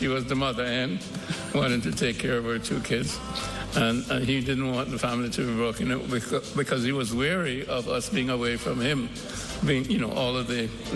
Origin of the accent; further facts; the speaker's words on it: Jamaica; born there; also born or lived in England; And I was born in Jamaica.